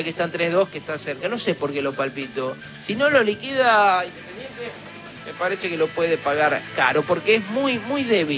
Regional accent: San Miguel de Tucumán, Tucumán, Argentina; de San Miguel de Tucumán

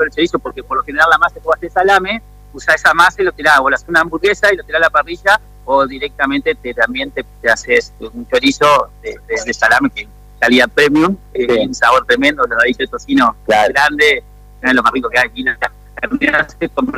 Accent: Viale, Entre Ríos, Argentina; born there; now in Paraná, Argentina; yo tenía acá a 50 kilómetros, tengo donde nací en Viale, tengo un clodo

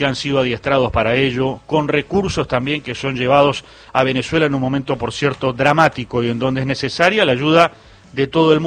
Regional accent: Argentina

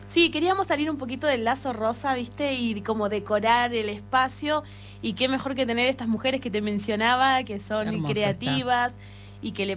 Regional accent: Zapala, Neuquén, Argentina; Yo nací en Zapala, estudié en otro lugar, pero bueno, volví a los 15 años a Zapala, ya tengo 40.

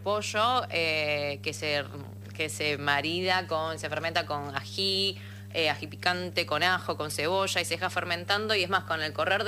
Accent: Argentina; born there; Yo directamente, argentina. Yo soy argentina, 100%.

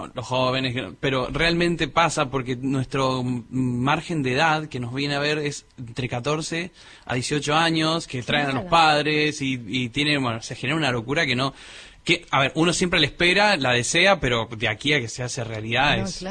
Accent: Buenos Aires, Argentina; Mira, yo soy de Flores.

